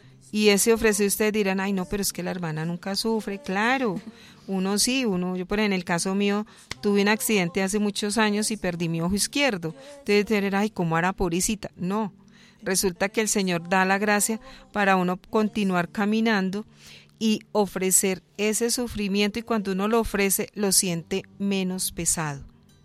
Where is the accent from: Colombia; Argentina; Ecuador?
Colombia; Tolima; moved away; Yo, por ejemplo, soy tolimense.